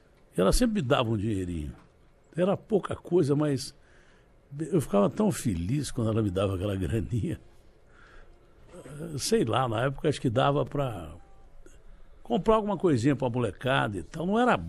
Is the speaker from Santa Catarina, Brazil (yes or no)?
no; São Paulo, Brazil; born there; Eu nasci no interior de São Paulo, mas eu queria ser nordestino.